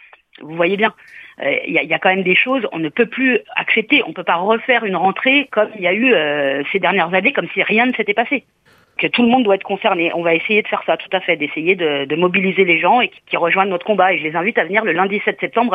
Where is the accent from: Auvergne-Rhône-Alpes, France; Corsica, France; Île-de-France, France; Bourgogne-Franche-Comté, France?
Corsica, France; Ajaccio; nous, on est tous des Ajacciens, ou sur le secteur d'Ajaccio, vous voyez, de la CAPA ou du secteur